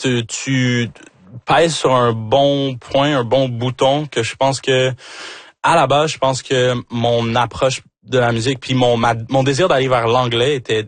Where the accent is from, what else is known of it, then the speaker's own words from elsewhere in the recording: Rouyn-Noranda, Quebec, Canada; born there; T'sais, moi, je suis Québécois de chez Québécois. Là, je suis né ici, justement, à Rouyn-Noranda.